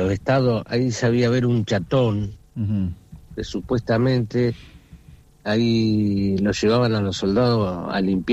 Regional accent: General Villegas, Buenos Aires Province, Argentina; born there; nací acá en General Villegas.

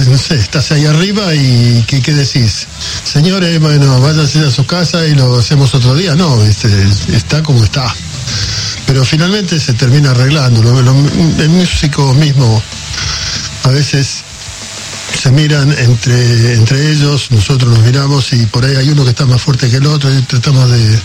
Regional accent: Quilmes, Buenos Aires Province, Argentina; fuimos una banda importante que salió de Quilmes

